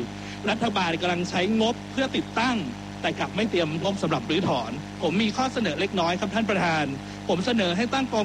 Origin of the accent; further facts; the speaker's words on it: Lampang, Thailand; ผมเป็นคนลำปาง